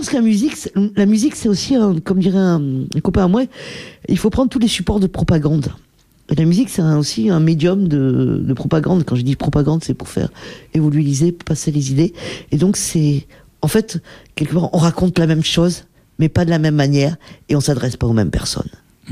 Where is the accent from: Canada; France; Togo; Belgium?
France; je viens de la France